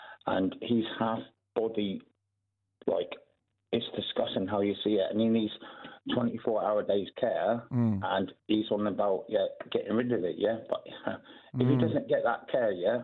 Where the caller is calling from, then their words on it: South West England, United Kingdom; I'm from Cornwall.